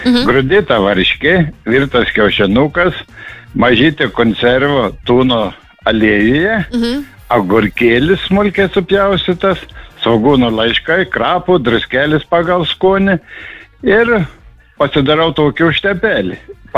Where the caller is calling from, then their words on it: Lithuanian coast, Lithuania; Aš iš Pajūrio